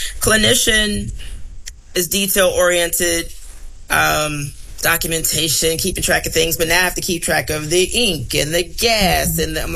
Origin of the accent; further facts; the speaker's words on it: Virginia, United States; born there; military brat, I was born here in Virginia, didn't grow up here.